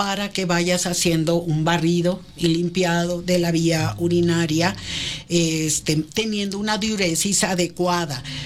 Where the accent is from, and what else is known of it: Tabasco, Mexico; born or raised there